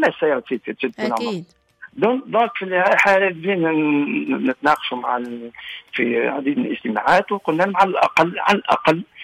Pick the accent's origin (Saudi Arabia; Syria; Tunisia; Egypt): Tunisia; تقول أنا تونسي وبتبت تذكر عني اسم زعيم محبي بورقيبة